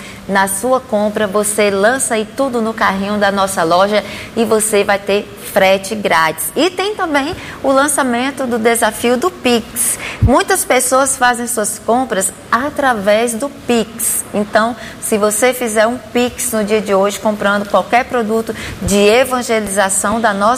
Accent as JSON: {"language": "Portuguese", "town": "Piracicaba", "region": "São Paulo", "country": "Brazil", "said": "sou sócia da Canção Nova. Sou da cidade de Piracicaba"}